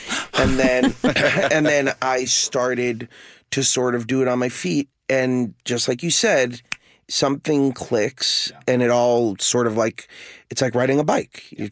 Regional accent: Hollywood, Florida, United States; I grew up in South Florida, and Hollywood, Florida did not have many Mormons

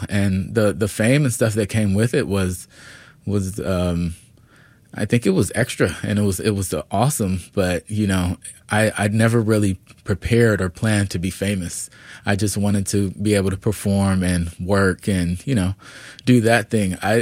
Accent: Atlanta, Georgia, United States; moved away; I'm from Atlanta, right?

